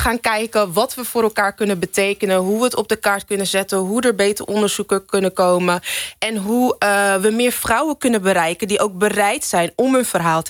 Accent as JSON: {"language": "Dutch", "country": "Netherlands", "tie": "born or raised there", "said": "En ik ben geboren getogen in Nederland, maar ik ben wel opgevoed in een echt Nigeriaans huis."}